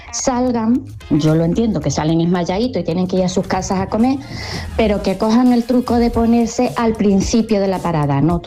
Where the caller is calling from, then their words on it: Seville, Andalusia, Spain; de Sevilla.